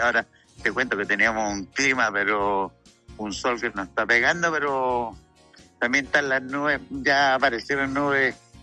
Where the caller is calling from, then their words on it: Atacama, Chile; Sí, yo soy de Cobremán y me voy a morir en Cobremán